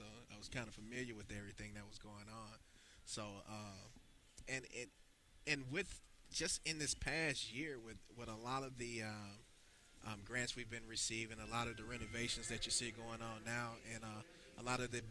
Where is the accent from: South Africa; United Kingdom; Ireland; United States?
United States; Montgomery, Alabama; No, I'm actually from Montgomery.